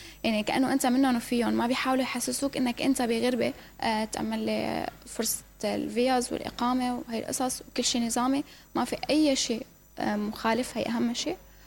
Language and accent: Arabic; Syria; now in Iraq; هلأ صرنا كسوريين مو بس بالعراق، بأي مكان ما في تسهيلات